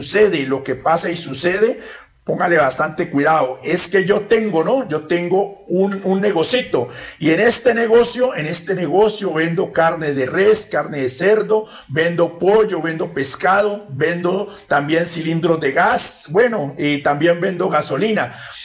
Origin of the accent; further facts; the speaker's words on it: Putumayo, Colombia; soy indígena del Putumayo